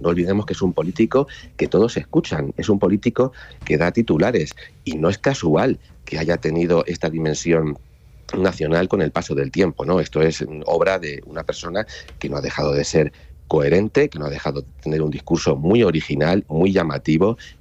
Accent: Puertollano, Castilla-La Mancha, Spain; yo que soy de Puerto Llano

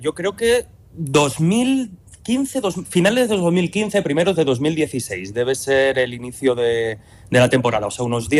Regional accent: Villarrobledo, Castilla-La Mancha, Spain; recuerdo Roble Radio, la radio de Villarrobledo, de mi pueblo

